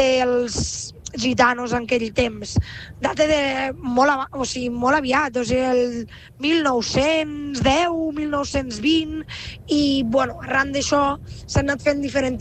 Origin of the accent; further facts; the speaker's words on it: Catalonia, Spain; la zona de Lleida, d'on sóc jo.